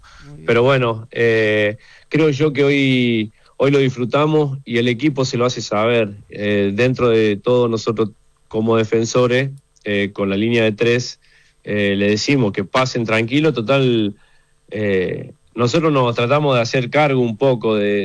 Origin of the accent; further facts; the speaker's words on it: Córdoba, Argentina; Córdoba, como para que se guíen un poquito, cerca del Corral de Busto.